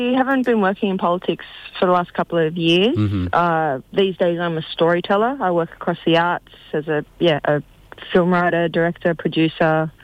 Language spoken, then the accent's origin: English; Australia; being born and raised in Australia, primarily I'm very much in touch with my Indigenous Australian side